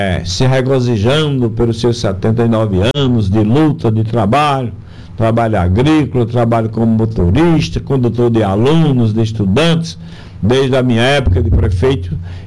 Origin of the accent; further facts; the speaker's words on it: Pernambuco, Brazil; born there; da minha mesma área de residência onde nascemos, ele no Sítio Sapato, eu no Sítio Água Branca